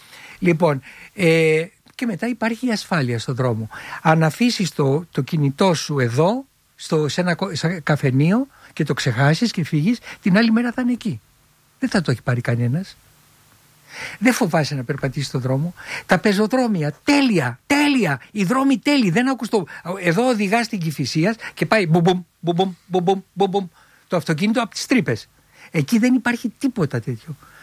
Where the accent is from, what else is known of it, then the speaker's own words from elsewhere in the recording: Filothei, Attica, Greece; γεννήθηκα στη Φιλοθέη. Γέννημα θέμα.